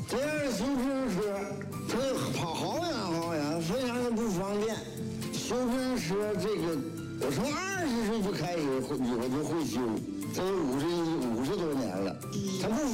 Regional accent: Fushun, Liaoning, China; born there; moved away as an adult; also born or lived in Tieling; now in Changsha, China; 今年71岁，我出生在辽宁抚顺市。

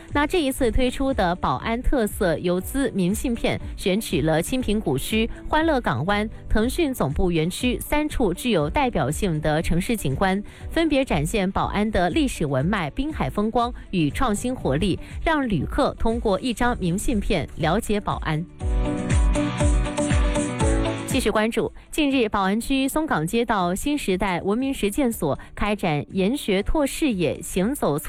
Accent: Guangdong, China; 我们广东人

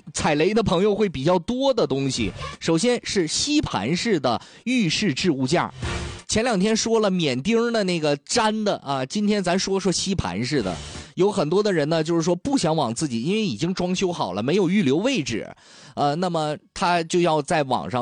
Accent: Dalian, Liaoning, China; 因为我们大连人吃火锅，就是每一个地区吃火锅的人他都有一个从小到大的蘸料味道，

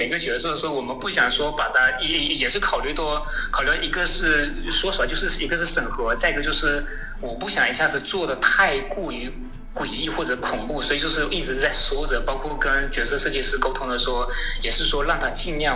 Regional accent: China; 我们中国人

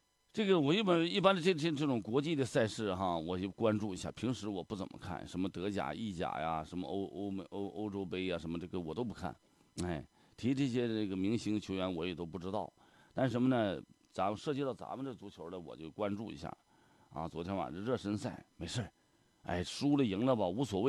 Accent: Northeast China, China; 我东北三省我们都是老乡

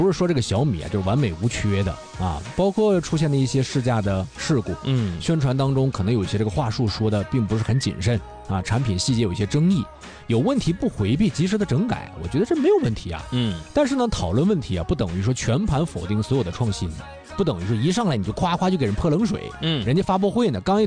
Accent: China

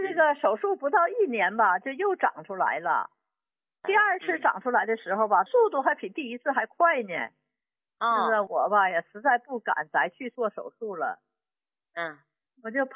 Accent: Shenyang, Liaoning, China; 啊，我是沈阳的。

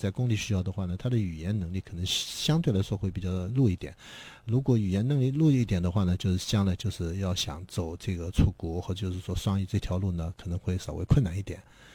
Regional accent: China

